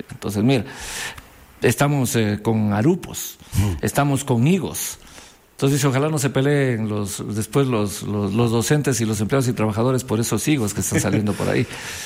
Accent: Loja, Ecuador; Yo soy lojano de Loja.

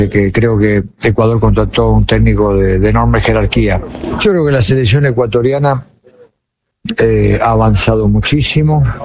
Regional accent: Argentina; es el deseo no solamente como argentino de que le vaya bien

